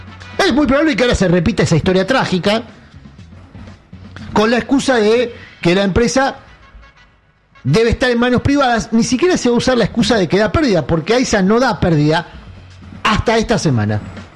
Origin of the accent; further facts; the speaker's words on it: Argentina; los argentinos, que somos argentinos de bien, pero al mismo tiempo somos bastante pelotudos